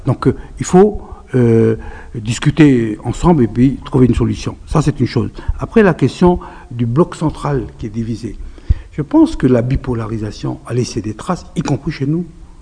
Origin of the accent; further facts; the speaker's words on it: Tiga, Loyalty Islands Province, New Caledonia; born there; je suis né à Tiga, dans une petite île, et je suis venu à Nouméa.